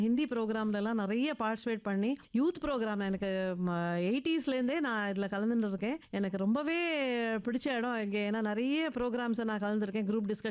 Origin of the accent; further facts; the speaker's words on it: Agra, Uttar Pradesh, India; born there; நான் வந்து ஆக்ராவில் தான் பிறந்தேன், அதனால தான் … வச்சாங்க.